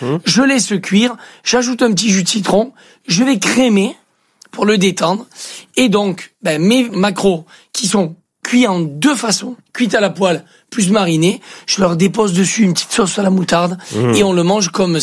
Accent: Switzerland; moi, vous savez, moi je suis suisse.

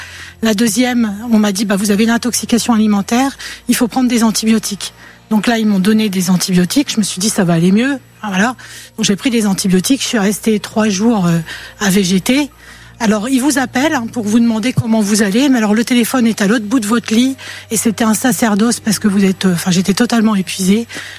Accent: Hauts-de-France, France; Oui, ouais, j'étais du Pas-de-Calais, moi.

